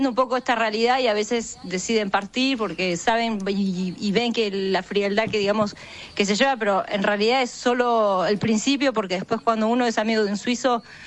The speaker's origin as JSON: {"language": "Spanish", "country": "Argentina", "lives_now": "Valais, Switzerland", "said": "los argentinos que vivimos en Valais, que somos unos 200 argentinos más o menos que nos juntamos acá en Valais"}